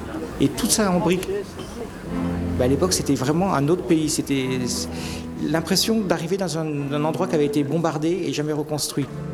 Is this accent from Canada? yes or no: no; France; je me sentais presque un petit peu concerné en tant que Français par La Hacienda